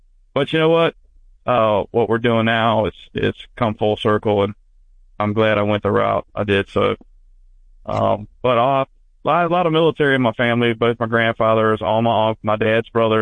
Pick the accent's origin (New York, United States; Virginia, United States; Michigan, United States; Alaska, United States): Virginia, United States; A lot of friends, a lot of relatives, especially growing up in the Tidewater, Virginia area, with all our, we have Norfolk Naval Base and so many bases around and Army bases, but a lot of military presence where I'm from.